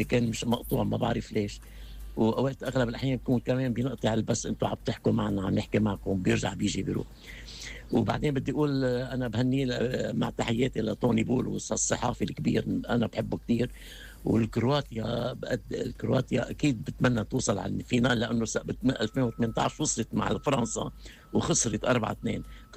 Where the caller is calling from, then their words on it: Canada; نحن قاعدين بكندا